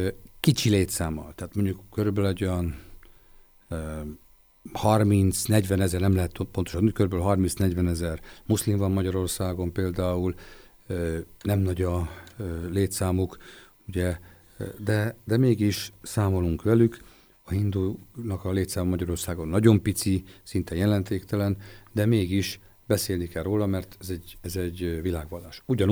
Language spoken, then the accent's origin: Hungarian; Libya; hiszen beszélek arabul is, hiszen Líbiában nőttem föl, ott dolgoztak a szüleim, és emiatt az arab nyelvet is megtanultam